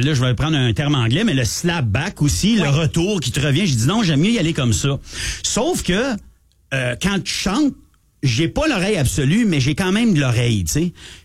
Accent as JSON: {"language": "French", "town": "Ottawa", "region": "Ontario", "country": "Canada", "said": "Tu veux savoir dire, moi, je viens d'Ottawa, là, j'ai resté à Ottawa longtemps"}